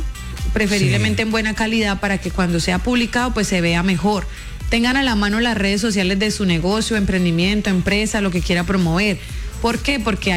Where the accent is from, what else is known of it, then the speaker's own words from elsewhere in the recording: Norte de Santander, Colombia; moved away; also born or lived in Santander; Yo soy de norte de Santander.